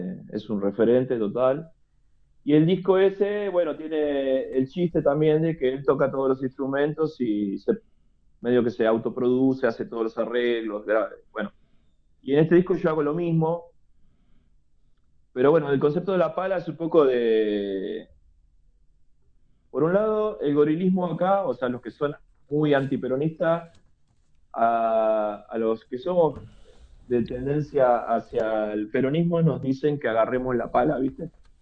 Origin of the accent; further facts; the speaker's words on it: La Matanza, Buenos Aires Province, Argentina; La Matanza, de donde yo vengo, La Matanza queda en los suburbios de Buenos Aires.